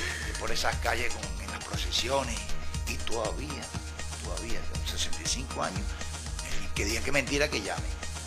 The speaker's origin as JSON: {"language": "Spanish", "town": "Puerto Píritu", "region": "Anzoátegui", "country": "Venezuela", "tie": "born or raised there", "also_born_or_lived": "Maracaibo", "said": "donde yo me crié, y no dejo de decirlo, y siempre lo diré, hasta que Dios me diga, que no lo diga más, es la Plaza de los Pescadores. Yo me crié en esa"}